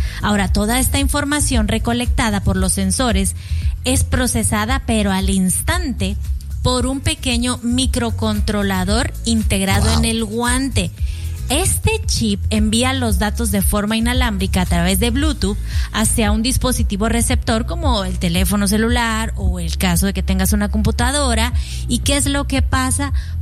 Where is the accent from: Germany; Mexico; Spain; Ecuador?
Mexico; estoy sumamente contenta como mexicana